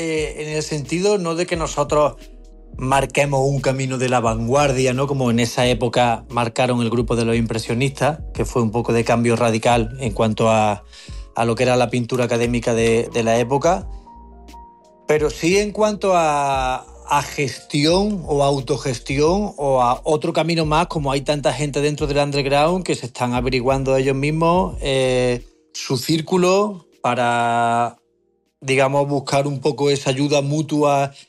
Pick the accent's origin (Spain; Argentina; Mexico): Spain; Córdoba, Andalusia; yo soy de Córdoba.